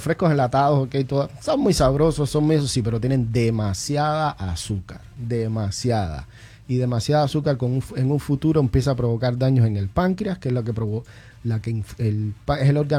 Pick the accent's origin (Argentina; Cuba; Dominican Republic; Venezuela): Cuba; moved away; Yo soy cubano, nosotros los cubanos adictos al pan. Es, viene así en nuestra idiosincrasia.